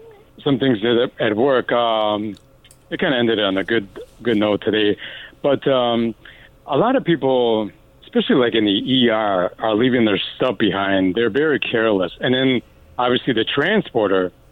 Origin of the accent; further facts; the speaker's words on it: Chicago, Illinois, United States; That's him. I was from Chicago.